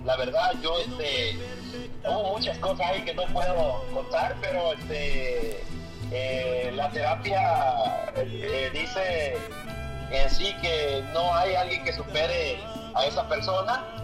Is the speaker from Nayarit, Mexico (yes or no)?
yes; Nayarit, Mexico; born there; nació en 1974. En el estado de Nayarit, México, cerquita de Puerto Vallarta. Somos costeños.